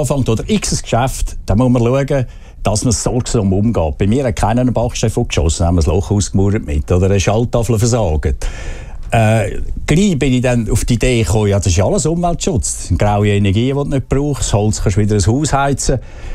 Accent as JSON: {"language": "German", "town": "Dietikon", "region": "Zurich", "country": "Switzerland", "tie": "born or raised there", "said": "In Dietikon."}